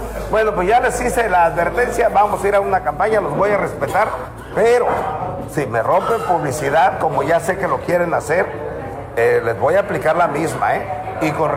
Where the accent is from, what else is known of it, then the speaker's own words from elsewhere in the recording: Arteaga, Michoacán, Mexico; born there; moved away; also born or lived in Zihuatanejo, Guerrero; Sí, pero yo nací en un pueblo de Michoacán. Yo nací en Arteaga, Michoacán.